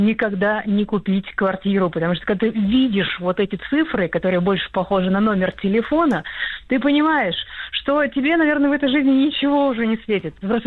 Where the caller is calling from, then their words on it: Moscow, Russia; вы сказали, что я из Москвы, у меня страх, наверное, как и у большинства москвичей, открывающих сайты по продаже недвижимости.